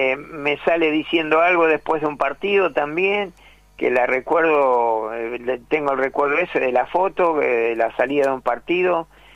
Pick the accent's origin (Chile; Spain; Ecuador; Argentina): Argentina; Haedo, Buenos Aires Province; yo soy de Aedo, vivo a una cuadra de la estación de Aedo.